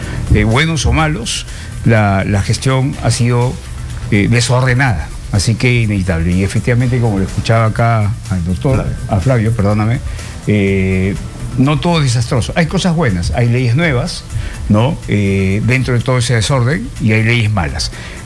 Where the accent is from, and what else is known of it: Peru